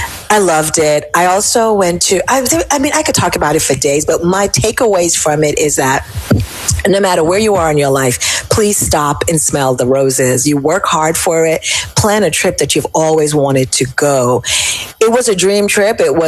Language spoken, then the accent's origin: English; Jamaica; So I was like, I'm a Jamaican citizen. Like, I'm an American citizen, dual citizenship. But I said, I'm from Jamaica, after that response.